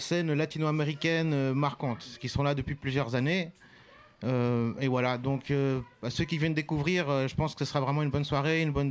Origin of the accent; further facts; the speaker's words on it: Switzerland; je viens de Suisse.